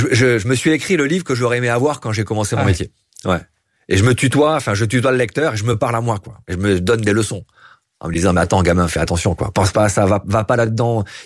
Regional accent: France; je suis français, tu l'attends à mon accent.

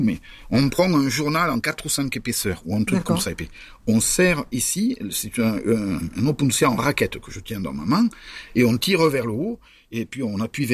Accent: Nouvelle-Aquitaine, France; un très bon producteur dans les Landes, chez nous, dans la Gironde.

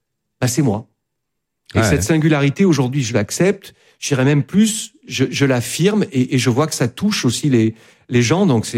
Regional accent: Landes, Nouvelle-Aquitaine, France; moved away; also born or lived in Paris; là où j'ai grandi, de cette région que j'aime infiniment

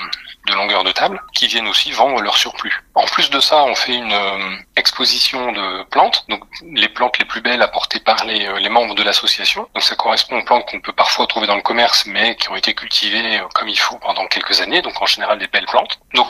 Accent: France

